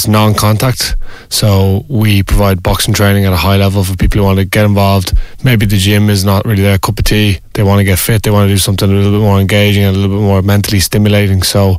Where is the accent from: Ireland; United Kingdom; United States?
Ireland; Dublin, Leinster; now in Crumlin, Ireland; Well, I'm from Round Mines and I live in Crumlin at the moment.